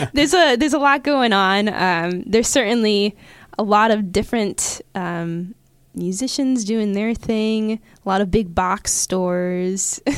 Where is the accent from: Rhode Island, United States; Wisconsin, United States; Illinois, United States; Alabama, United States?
Illinois, United States; Oswego; moved away as an adult; now in Pittsburgh, United States; Yeah, so I actually grew up in Illinois. I only moved to Pittsburgh in September, so I've been here just under a year. So I really came up in the music scene back in Illinois, about an hour outside of Chicago.